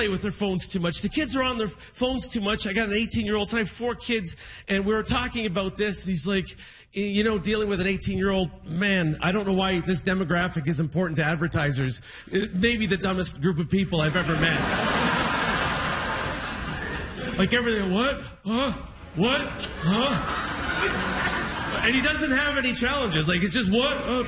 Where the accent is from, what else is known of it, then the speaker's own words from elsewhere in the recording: Niagara-on-the-Lake, Ontario, Canada; Thank you, Niagara on the Lake, my hometown.